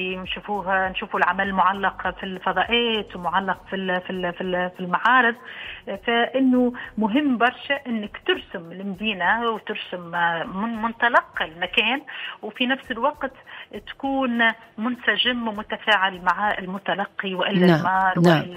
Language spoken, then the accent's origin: Arabic; Tunisia